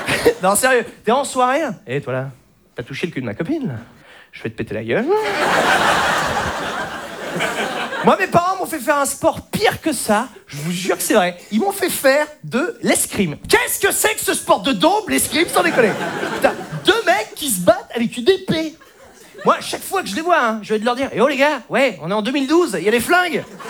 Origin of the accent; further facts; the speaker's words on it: Normandy, France; Moi, à la base, je viens de Normandie. Hein. Je le dis pour ceux qui n'ont pas lu ma page Wikipédia. Et quand je suis parti de chez moi, le magasin n'était pas développé là-bas.